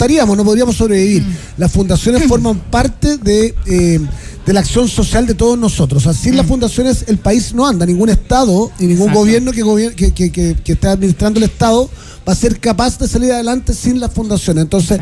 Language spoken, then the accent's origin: Spanish; Chile; nuestro país, Chile